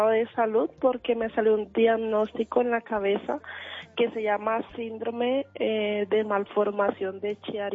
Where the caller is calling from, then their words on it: Bogotá, Bogotá Capital District, Colombia; Amén, sí, Señor, en Bogotá.